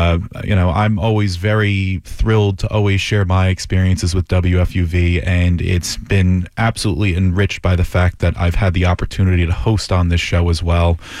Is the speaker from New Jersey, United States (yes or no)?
yes; Cresskill, New Jersey, United States; I still have yet to see one from Creskill, which is my hometown.